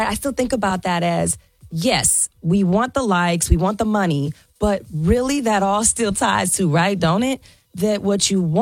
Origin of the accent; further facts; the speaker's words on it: Kansas City, United States; moved away; people who I grew up with in Kansas City